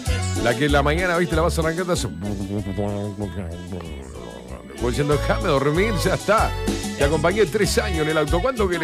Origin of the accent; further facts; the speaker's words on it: Uruguay; yo soy uruguayo y muy hincha de Uruguay.